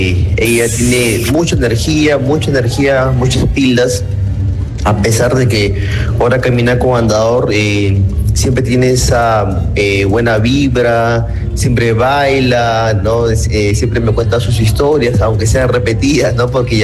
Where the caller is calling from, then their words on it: Lima, Peru; de Lince.